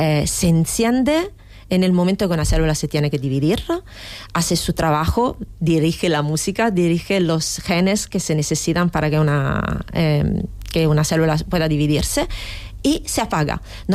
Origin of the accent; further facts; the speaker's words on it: Italy; Spanish is a second language; Y perdóname, yo soy italiana